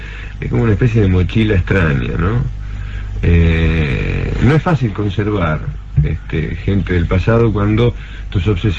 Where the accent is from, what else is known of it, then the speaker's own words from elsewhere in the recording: La Plata, Buenos Aires Province, Argentina; uno sale de La Plata y queda registrado como en la anécdota de … que somos platenses. Yo he vivido más tiempo en otros lugares que en La Plata